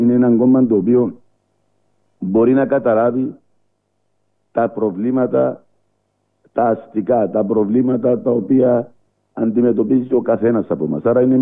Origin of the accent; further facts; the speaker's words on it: Paphos, Paphos District, Cyprus; έχω ιδιαίτερη ευαισθησία για την πόλη μου σε κοινωνικά αλλά και σε ευρύτερα θέματα τα οποία ταλανίζουν τον τόπο μας, την Πάφο μας και την κοινωνία μας.